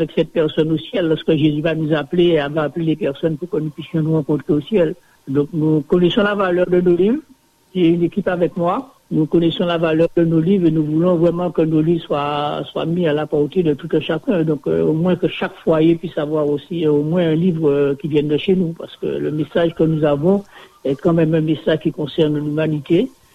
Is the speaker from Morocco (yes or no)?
no; Saint-François, Guadeloupe; Je suis de Saint-François. Je suis membre de l'église de Le Moule, l'église adventiste du septième jour.